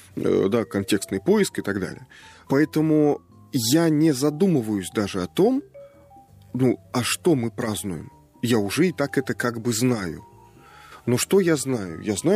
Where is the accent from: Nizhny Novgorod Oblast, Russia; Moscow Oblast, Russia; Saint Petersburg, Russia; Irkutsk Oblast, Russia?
Nizhny Novgorod Oblast, Russia; Ну, я же нижегородец, ну, я же тоже, как бы, я член церкви Нижегородской земли.